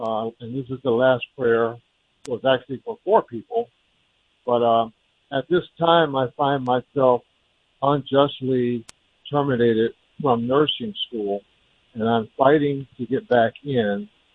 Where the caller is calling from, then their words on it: Detroit, Michigan, United States; I'm calling from Detroit, Michigan.